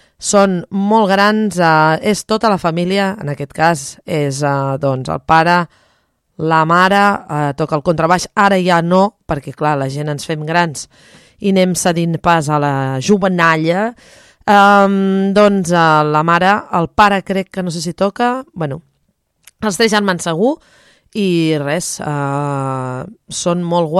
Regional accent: Cubelles, Catalonia, Spain; Els que som de Cubelles de tota la vida ens en recordem d'això.

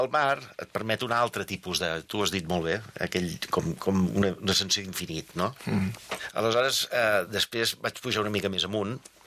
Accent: Badalona, Catalonia, Spain; moved away; also born or lived in Barcelona / Sant Pol de Mar; Em vaig criar a Badalona, en el centre de Badalona

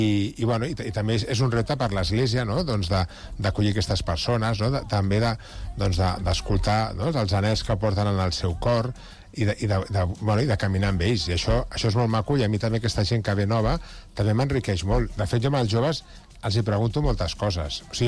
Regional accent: L'Hospitalet de Llobregat, Catalonia, Spain; Jo soc d'Hospitalet, no?, ja li deia abans a la Carme, no?, i un punt de flamenquilla d'Hospitalet també el porto.

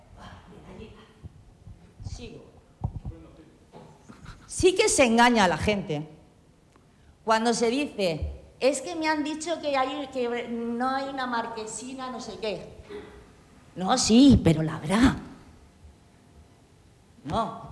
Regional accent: Catalonia, Spain; born there; Yo me considero catalana, me considero española, yo me considero catalana, nací en Cataluña, pero soy española porque nací en España.

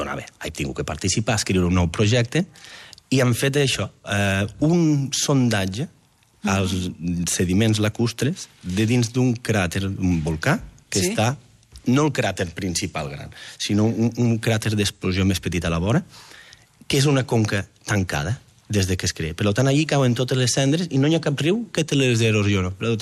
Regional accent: Batea, Catalonia, Spain; Jo de Batea, que som de secar, que no hi ha volcans, però sí, ha anat així.

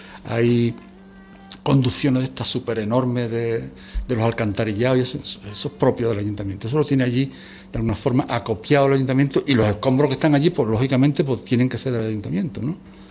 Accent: Utrera, Andalusia, Spain; born there; also born or lived in Extremadura; Yo no soy de Utrera, yo nací en Extremadura, en un pueblito idílico de Extremadura, una Macondo, ¿no? Y, en fin, a mí me trajeron aquí mis padres en la época Yeye, o sea, yo llegué aquí en Utrera en el año 68.

